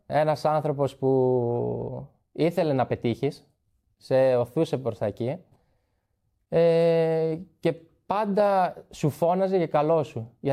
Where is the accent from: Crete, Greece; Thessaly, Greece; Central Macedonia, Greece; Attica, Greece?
Central Macedonia, Greece; Trikala; born or raised there